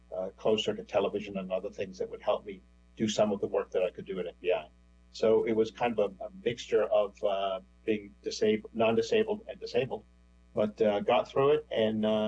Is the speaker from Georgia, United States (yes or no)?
no; Silver Spring, Maryland, United States; As I said, I'm from Silver Spring, Maryland